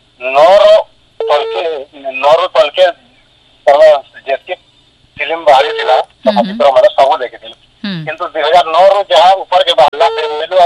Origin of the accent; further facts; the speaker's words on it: Kendughati, Odisha, India; ଆମର ଗାଁ ହଉଛି କେନ୍ଦୁ ଘାଟି